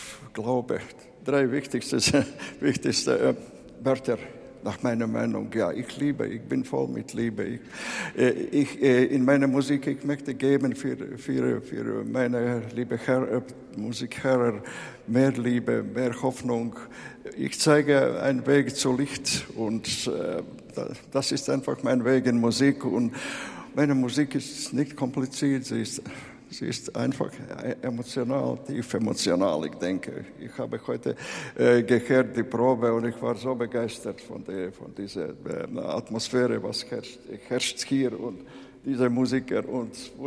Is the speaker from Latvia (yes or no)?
yes; Aizpute, South Kurzeme Municipality, Latvia; born there; German is a second language; Gestern war in meinem Geburtsort in Lettland ein kleines Städtchen Aizputte, wo war ein fantastisches Konzert